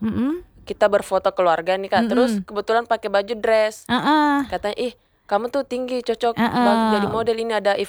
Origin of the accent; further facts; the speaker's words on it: Southeast Sulawesi, Indonesia; Sama-sama Muna Barat.